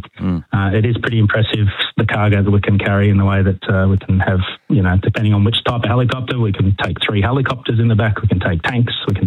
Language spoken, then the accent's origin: English; Melbourne, Victoria, Australia; growing up in Melbourne, used to always go along to the Avalon Air Show every 2 years